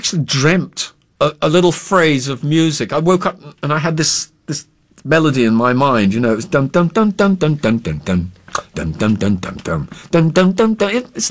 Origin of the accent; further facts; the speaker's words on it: England, United Kingdom; now in Brazil; as an Englishman